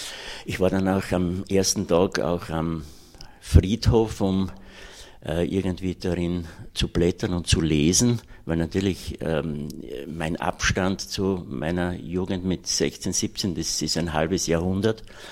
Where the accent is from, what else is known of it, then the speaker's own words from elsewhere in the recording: Graz, Styria, Austria; born there; now in Stein, Austria; Wir 4 Kinder sind dann schon in Graz geboren. Das heißt, wir haben nie in Radkersburg in dem Sinn gewohnt, aber sehr lange in Radkersburg gelebt. Also die ersten 16, 17 Jahre meines Lebens